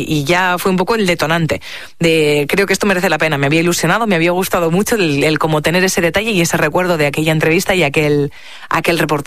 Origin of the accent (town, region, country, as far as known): Spain